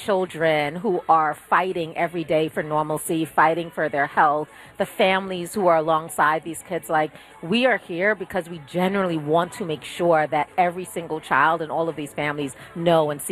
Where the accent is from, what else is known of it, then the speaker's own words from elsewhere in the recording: New York, United States; but I will tell you, as a New Yorker, seeing us has been like a half a century.